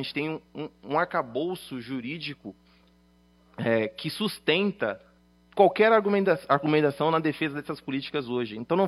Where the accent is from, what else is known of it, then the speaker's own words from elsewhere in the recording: São Paulo, Brazil; eu sou da Zona Leste de São Paulo, eu nasci no Jardim dos Ipês, um lugar que de jardim de IP nunca teve nada, então era favela quebrada.